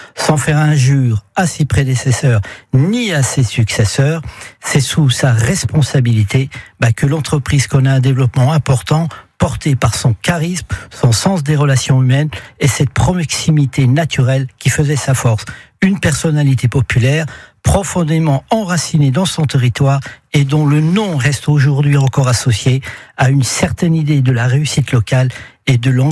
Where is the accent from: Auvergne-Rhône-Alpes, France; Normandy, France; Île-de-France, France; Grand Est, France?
Grand Est, France; Saint-Maurice-sur-Moselle; chez nous à Saint-Maurice-sur-Moselle.